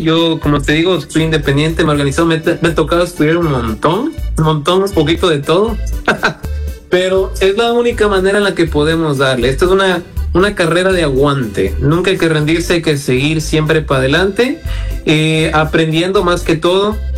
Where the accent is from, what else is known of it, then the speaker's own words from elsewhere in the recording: Quito, Pichincha, Ecuador; Bueno, la verdad es que yo soy de Quito, nacido en Quito, pero voy a ser un híbrido, ¿ok?